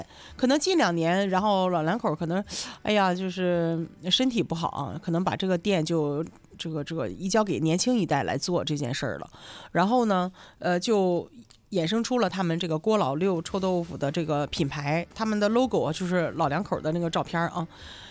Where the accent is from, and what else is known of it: Dalian, Liaoning, China